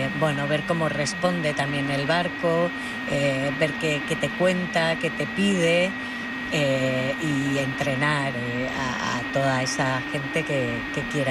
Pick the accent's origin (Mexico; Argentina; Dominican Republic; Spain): Spain; Cáceres, Extremadura; Yo soy de Cáceres y aquí estoy, y ha sido un movimiento enorme también, ¿no?